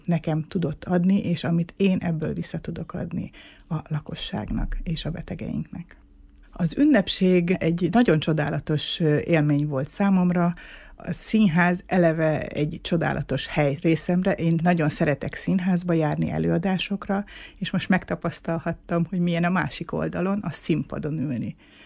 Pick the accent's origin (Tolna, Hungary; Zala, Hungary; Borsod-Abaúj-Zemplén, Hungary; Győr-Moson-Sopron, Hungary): Borsod-Abaúj-Zemplén, Hungary; Miskolc; Miskolc város az én születési helyem. Itt születtem Miskolcon, egészen pontosan Diósgyőrben. Itt is nevelkedtem fel, és jelenleg itt is dolgozom.